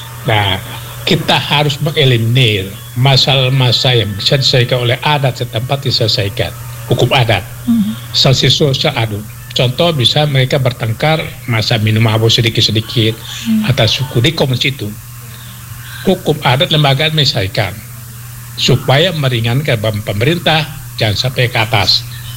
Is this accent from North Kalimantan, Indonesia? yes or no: no; Ende, East Nusa Tenggara, Indonesia; Perkembangan zaman kita harus akomodir, tapi tidak boleh menghilangkan identitas kita sebagai orang Ende.